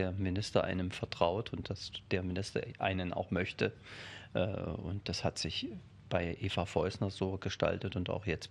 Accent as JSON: {"language": "German", "town": "Hirschberg an der Saale", "region": "Thuringia", "country": "Germany", "tie": "born there", "said": "Also bin gebürtiger Thüringer, bin 1965 in Hirschberg an der Saale geboren, im südöstlichsten Zipfel Thüringens, kann man sagen, genau an der Grenze zwischen Bayern, Thüringen und Sachsen."}